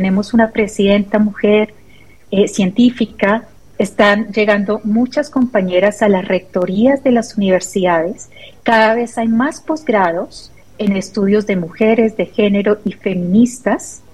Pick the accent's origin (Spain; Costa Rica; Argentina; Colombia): Colombia; now in Mexico; Yo soy colombiana, entonces tengo una experiencia en Colombia y en México